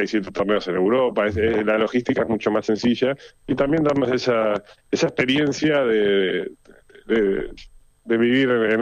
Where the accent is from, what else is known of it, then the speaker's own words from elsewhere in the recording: Argentina; pero yo soy argentino de alma y corazón